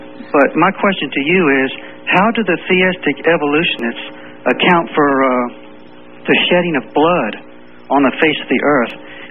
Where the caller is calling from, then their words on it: Baton Rouge, Louisiana, United States; I'm in Baton Rouge, Louisiana.